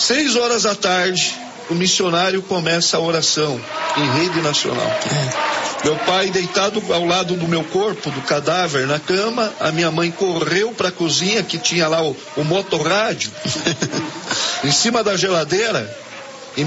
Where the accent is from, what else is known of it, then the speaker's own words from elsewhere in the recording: Bragança Paulista, São Paulo, Brazil; A igreja Deus e Amor tinha acabado de chegar lá na minha cidade, lá em Bragança Paulista.